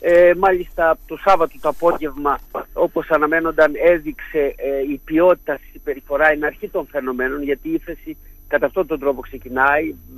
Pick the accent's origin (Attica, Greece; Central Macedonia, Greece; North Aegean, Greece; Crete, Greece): Crete, Greece; Fourfouras; είναι από εκεί από τα μέρη μου στο Φουρφουράο